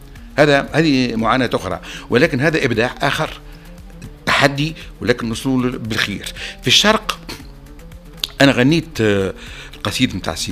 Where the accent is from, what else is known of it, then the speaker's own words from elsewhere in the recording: Tunisia; أنا راني تونسي تونسي هنا